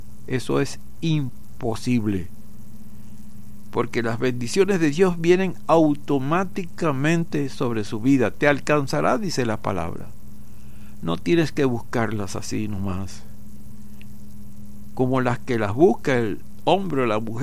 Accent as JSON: {"language": "Spanish", "country": "Venezuela", "said": "como pastor, como ministro del Señor y como venezolano"}